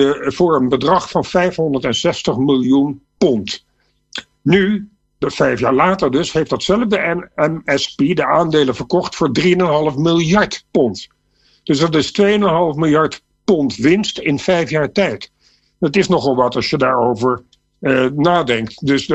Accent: Netherlands; Wij zijn misschien als Nederlander enigszins bevooroordeeld, omdat wij de leeuw natuurlijk direct associëren met ons voetbal, de nummer 1 sport in ons land.

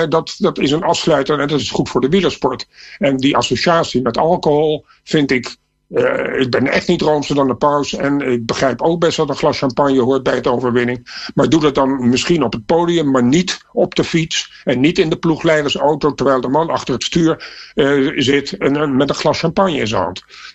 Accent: Netherlands; Wij zijn misschien als Nederlander enigszins bevooroordeeld. Omdat wij de leeuw natuurlijk direct associëren met ons voetbal. De nummer 1 sport in ons land.

